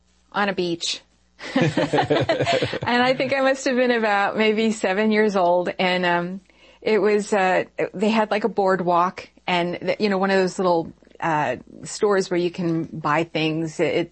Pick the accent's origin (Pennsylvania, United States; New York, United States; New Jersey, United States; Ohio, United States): Pennsylvania, United States; Lancaster; growing up in Lancaster, Pennsylvania, there's absolutely nothing to do, but at least back in the late 60s, early 70s.